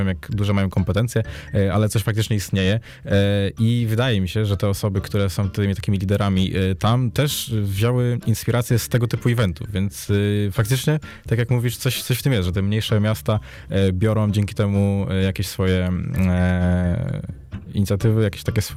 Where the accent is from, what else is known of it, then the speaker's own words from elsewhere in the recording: Gorzów Wielkopolski, Lubusz Voivodeship, Poland; Ja sam z wioski, powiedzmy, nie jestem. Jestem z Gorzowa Wielkopolskiego. polskiego. Miasto całkiem spore, jednak powiatowe, wojewódzkie i w ogóle.